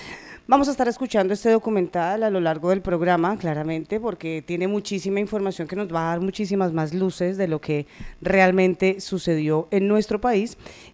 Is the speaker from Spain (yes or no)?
no; Colombia